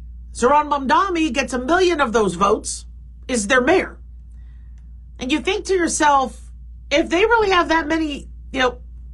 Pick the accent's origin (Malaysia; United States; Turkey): United States; California; now in Nevada, United States; I'm from California. If I could move back to California and afford living there, I would. But I'm really happy here in Nevada